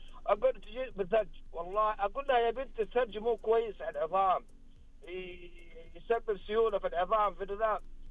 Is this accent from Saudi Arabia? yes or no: yes; southern Saudi Arabia, Saudi Arabia; now in Jeddah, Saudi Arabia; صغري في الجنوب